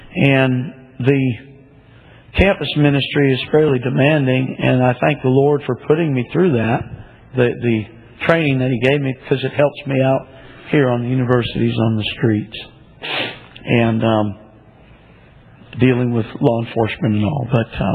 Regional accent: Neosho, Missouri, United States; we hail from Neosho, Missouri.

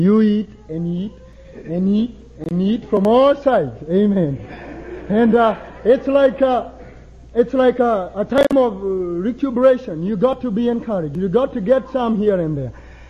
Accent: Kenya; And I come from Kenya. That is in East Africa. I'll be headed home here shortly.

